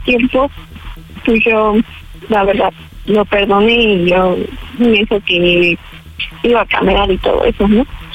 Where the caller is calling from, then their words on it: Nezahualcóyotl, State of Mexico, Mexico; Soy de Nesa